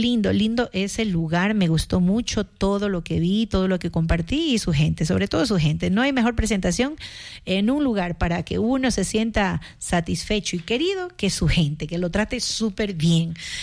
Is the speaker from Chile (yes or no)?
no; Guayaquil, Guayas, Ecuador; moved away; recuerden que yo no soy de aquí. Yo soy de allá de Guayaquil, pero he venido a conocer esta hermosa tierra